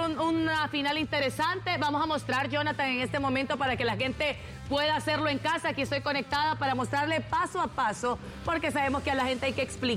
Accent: Honduras; Yo soy hondureña

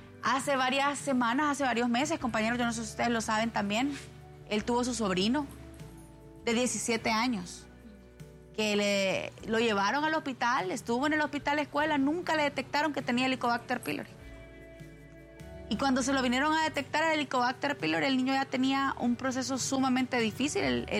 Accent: Honduras; hablo de Honduras porque aquí estamos nosotros

